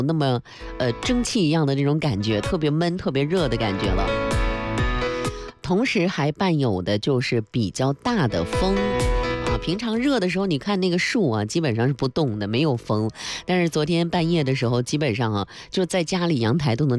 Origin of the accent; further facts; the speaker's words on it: Northeast China, China; now in Hangzhou, China; 所以在我的家乡这个东北啊